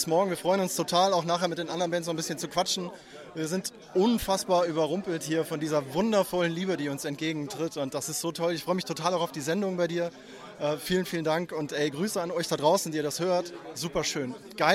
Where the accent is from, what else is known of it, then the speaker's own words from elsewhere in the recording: Gummersbach, North Rhine-Westphalia, Germany; Also ich selber wir kommen alle aus der Ecke da, ne? Und natürlich, Handball kennt man, aber Gummersbach hat auch mehr zu bieten.